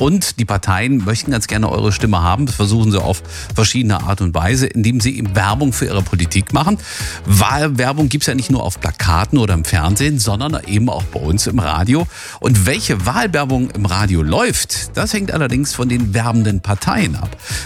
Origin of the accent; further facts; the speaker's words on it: Saxony-Anhalt, Germany; Bei uns in Sachsen-Anhalt kommen wir auch gar nicht drum herum.